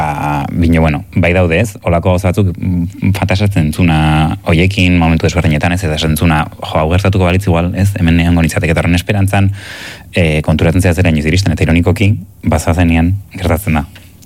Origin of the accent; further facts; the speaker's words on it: Oiartzun, Basque Country, Spain; moved away; nere herria maite dut, Oiartzun